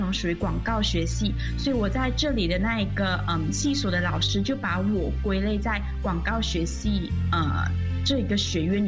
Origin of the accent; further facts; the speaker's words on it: Malaysia; moved away as an adult; now in Taiwan; 因为我本身是马来西亚华人，那可能跟和家里人或者是平常相处啊，跟同学之类的，我们的语言都是以华语为主，所以英语也不是我们主要的一个沟通语言